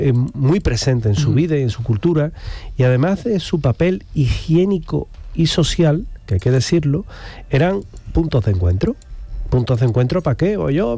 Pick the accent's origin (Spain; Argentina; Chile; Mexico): Spain; Andalusia; A nosotros nos gusta porque somos andaluces y todo lo que lleva